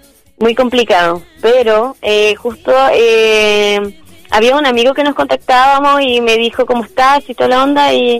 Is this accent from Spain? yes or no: no; Achao, Los Lagos, Chile; also born or lived in Puerto Montt; Ah, no, bueno, siempre soy de Achao, siempre seré, yo creo, o no sé. Estuve estudiando también en Puerto Montt, en la Santo Tomás.